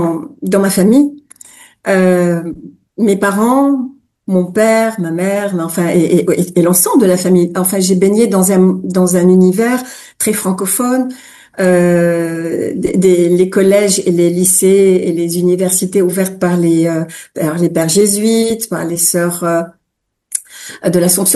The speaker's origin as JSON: {"language": "French", "country": "Lebanon", "tie": "born or raised there", "said": "c'était carrément notre première langue, en même temps que l'arabe. Hein, on dit que les Libanais parlent le franc-banais, un mélange de français et de libanais. Ça se brassait naturellement à la maison."}